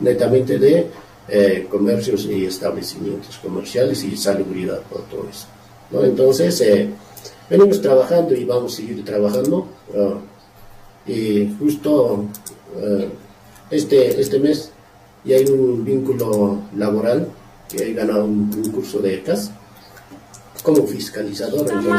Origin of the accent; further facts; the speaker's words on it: Challhuahuacho, Apurímac, Peru; como cotabamino, como chalobochino, quiero a mi pueblo también